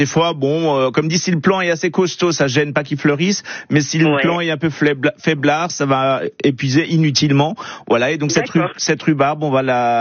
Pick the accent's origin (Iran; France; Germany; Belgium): France; Grand Est; Et chez nous, en Alsace, on a une sorte qu'on a appelée Alsace, qui existe que chez nous.